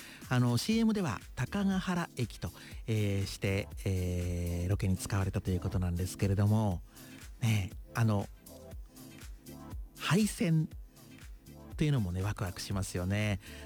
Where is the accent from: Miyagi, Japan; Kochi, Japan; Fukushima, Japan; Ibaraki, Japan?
Ibaraki, Japan; Tokai; 僕は東海村出身なんですけれども